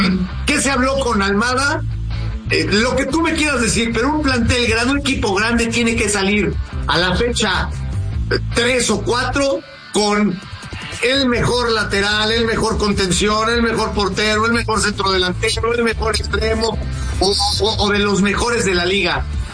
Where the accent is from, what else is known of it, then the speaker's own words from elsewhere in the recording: León, Guanajuato, Mexico; Si se la quise poner más cómoda la América, pues, soy de León.